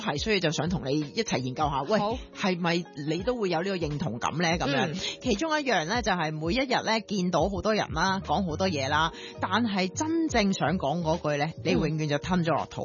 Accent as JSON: {"language": "Cantonese", "country": "Hong Kong"}